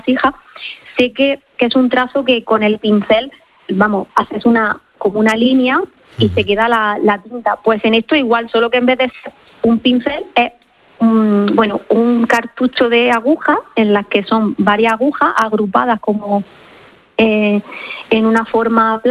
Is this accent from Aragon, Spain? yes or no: no; Almería, Andalusia, Spain; porque bueno, soy de Almería, aunque llevo muchísimos años aquí, y el mar siempre me ha llamado mucho.